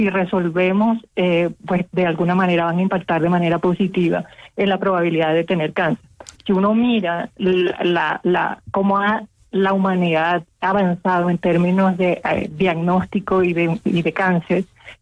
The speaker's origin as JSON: {"language": "Spanish", "country": "Colombia"}